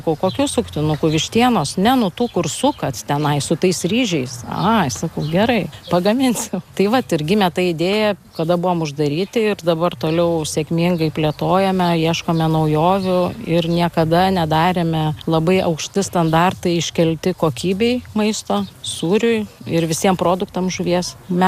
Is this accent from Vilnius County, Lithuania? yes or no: no; Kaunas, Kaunas County, Lithuania; Šiaip esu pati kaunietė, vyras kilęs iš čia, iš Josvainių